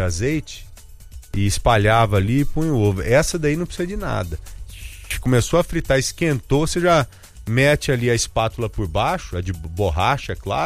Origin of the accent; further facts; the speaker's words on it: Pires do Rio, Goiás, Brazil; Ah, de onde você é? Pires do Rio.